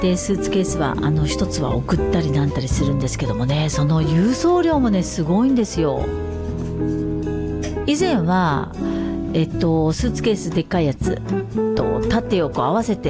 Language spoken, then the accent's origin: Japanese; Munakata, Fukuoka, Japan; now in Tokyo, Japan; 私の大好きな地元福岡県宗像市